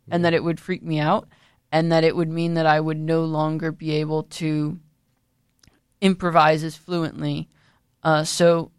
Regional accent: California, United States; I grew up in California

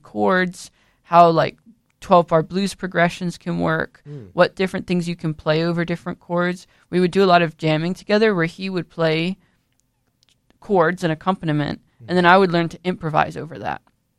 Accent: California, United States; I grew up in California

